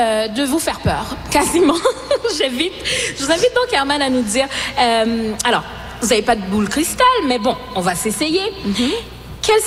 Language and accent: French; Haiti; Haïti, mon pays d'origine